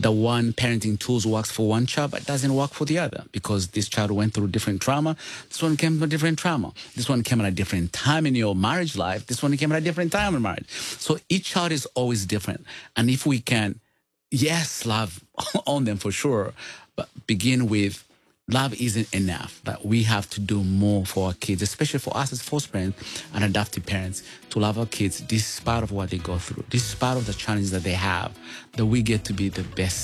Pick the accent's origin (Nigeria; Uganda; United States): Uganda; Well, I come from Uganda and grew up poor of the poorest.